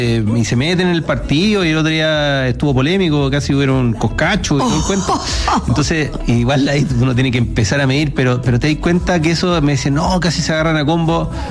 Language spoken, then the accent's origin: Spanish; Viña del Mar, Valparaíso, Chile; Yo soy de Iña. Entonces trabajaba en un centro de personas con discapacidad que queda en Valparaíso, en el Cerro Alegre.